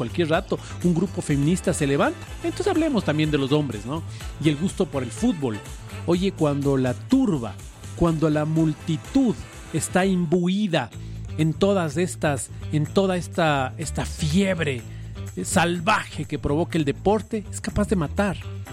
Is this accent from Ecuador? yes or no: yes; Ecuador; born there; Yo no elegí ser ecuatoriano, yo nací aquí, en este territorio.